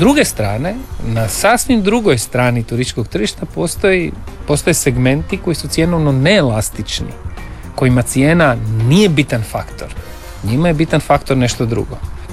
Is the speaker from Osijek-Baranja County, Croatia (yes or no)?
no; Karlovac, Karlovac County, Croatia; mi u Karlovcu, ja sam iz Karlovca